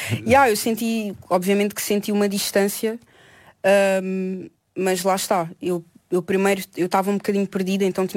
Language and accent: Portuguese; Santiago, Cape Verde; now in Portugal; Portanto, nós somos da Ilha de Santiago, fomos à praia, que é a capital, e fiquei lá com a minha família toda, ou seja, foi a minha família de Portugal, e já estava lá a minha família de Cabo Verde